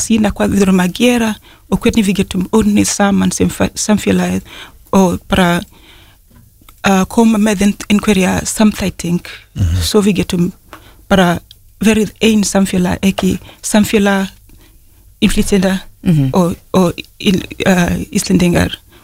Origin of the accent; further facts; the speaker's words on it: Kenya; now in Iceland; ég er frá Kenya en ég er líka ég kalla Ísland heim sko.